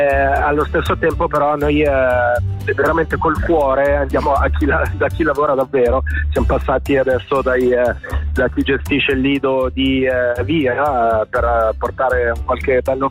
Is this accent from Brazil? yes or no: no; Gambarogno, Ticino, Switzerland; non ero ancora stato nel Gambarogno, che è un po' la mia terra, la California della Svizzera italiana. È un po' il mio posto del cuore.